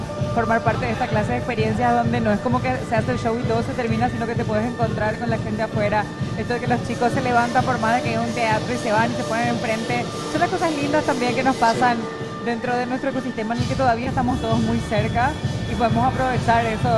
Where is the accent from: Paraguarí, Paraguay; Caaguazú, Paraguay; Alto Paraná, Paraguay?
Caaguazú, Paraguay; Coronel Oviedo; Yo soy de Oviedo